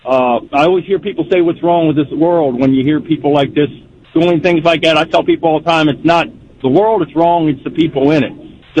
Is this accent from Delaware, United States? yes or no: yes; Lewes, Delaware, United States; I'm from Lewis, Delaware.